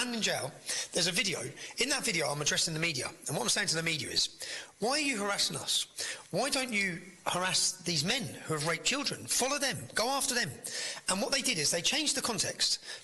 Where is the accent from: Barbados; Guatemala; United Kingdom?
United Kingdom; Luton, East of England; No, my hometown, Luton, was the home of Vauxhall's.